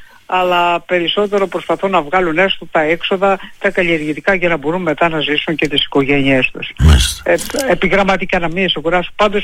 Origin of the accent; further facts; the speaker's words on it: Western Greece, Greece; επειδή μεγάλωσα εργασιακή στην Ηλία, γιατί η καρδιά μου είναι πάντα στην Ηλία